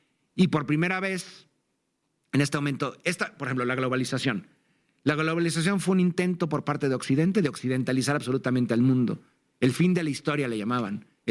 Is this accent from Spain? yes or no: no; Mexico; Yo como mexicano